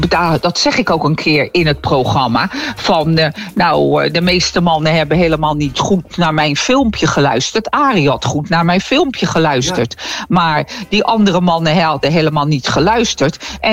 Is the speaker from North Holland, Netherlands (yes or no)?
no; Rotterdam, South Holland, Netherlands; moved away as an adult; also born or lived in Rockanje / Spijkenisse / Belgium; now in Spain; Uit Hillegersberg. Ik ben geboren zeg maar op de Prins Bernhardskade aan de Plas. Daar woonden mijn ouders toen in bij mensen.